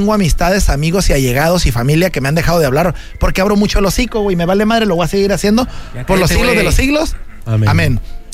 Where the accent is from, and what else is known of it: Mexico; now in United States